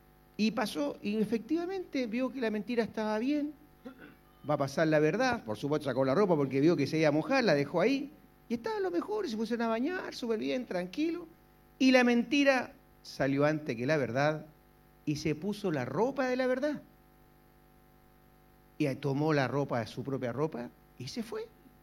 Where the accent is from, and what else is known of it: Chile